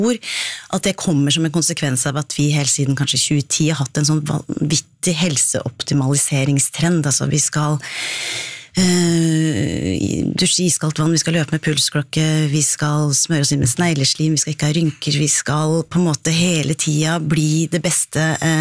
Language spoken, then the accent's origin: Norwegian; Ål, Buskerud, Norway; jeg kom fra Ål, der det absolutt fantes en god del røykende karakterer på 70-80-tallet